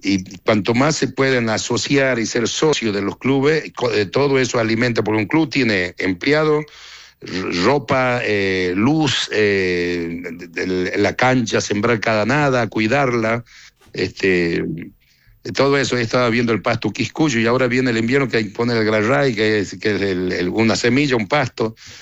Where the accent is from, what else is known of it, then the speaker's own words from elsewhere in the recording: Chaco, Argentina; born there; acabo de venir porque vengo del Chaco, vos sabés que yo armé una cancha de fútbol allá donde yo